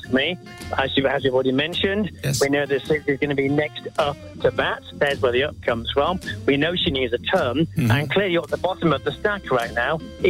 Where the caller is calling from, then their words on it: South East England, United Kingdom; I'm calling from Knaresborough, heading home to West Berkshire.